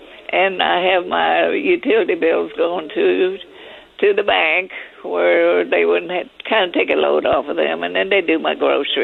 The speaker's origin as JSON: {"language": "English", "town": "Schulenburg", "region": "Texas", "country": "United States", "also_born_or_lived": "Freiburg", "said": "From Schulenburg. I was born out in Freiburg, Texas. That's out in the country. And we didn't have a car until I was about 9 years old."}